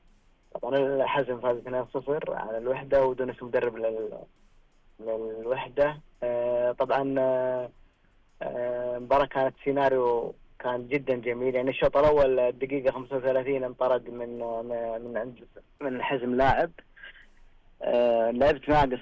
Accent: Saudi Arabia; عندنا في السعوديه

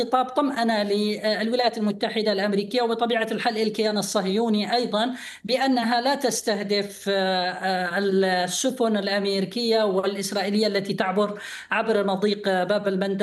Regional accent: Yemen; أود أن أعبر كيمني وكصحفي يمني عن عميق شكري

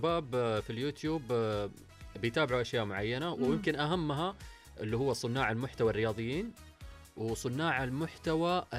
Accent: Saudi Arabia; الفيسبوك عندنا في السعودية

